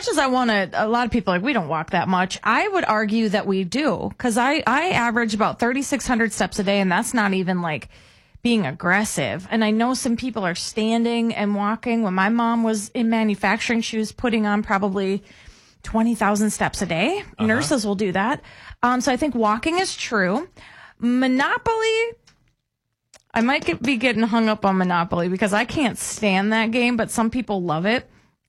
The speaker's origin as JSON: {"language": "English", "country": "United States", "said": "And you know that I'm an American girl."}